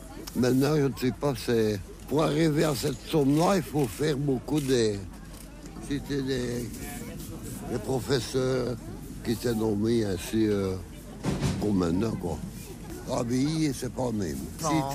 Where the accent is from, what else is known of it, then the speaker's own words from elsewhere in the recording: Floreffe, Wallonia, Belgium; Et je suis né à Floreffe. Donc, je suis à vue de Floreffe.